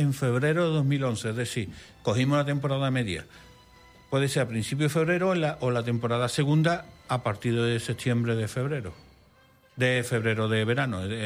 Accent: San Juan de Aznalfarache, Andalusia, Spain; Pues Sergio tenía allí en San Juan de Farache, en mi pueblo. Siempre hemos dicho que es la villa San Juan Farache, separada de Sevilla, la ciudad, por un puente que cruza el río Guadalquivir.

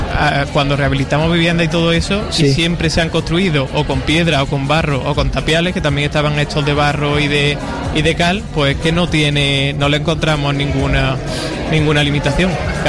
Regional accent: Montilla, Andalusia, Spain; Yo soy de Montilla

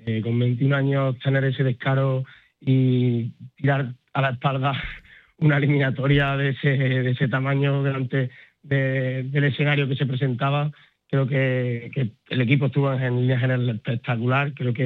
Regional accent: Montilla, Andalusia, Spain; yo soy de aquí de Montilla

